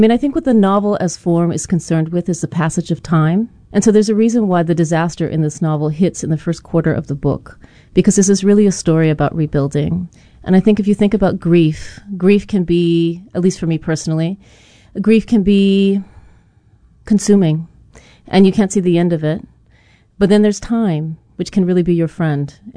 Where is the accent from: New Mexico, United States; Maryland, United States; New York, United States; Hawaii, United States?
Hawaii, United States; I felt like growing up here, it was more the norm.